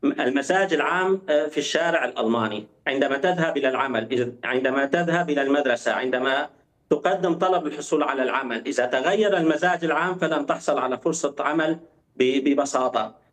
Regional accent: Syria; now in Germany; نحن كسوريين

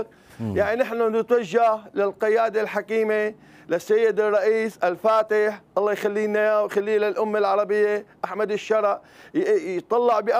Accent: Syria; كل سورية أرضي

